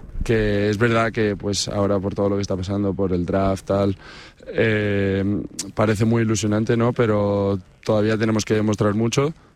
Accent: Málaga, Andalusia, Spain; yo soy malagueño, ¿no?

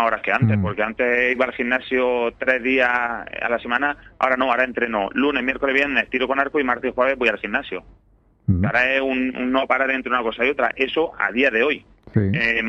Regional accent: Roquetas de Mar, Andalusia, Spain; como soy de Roquetas

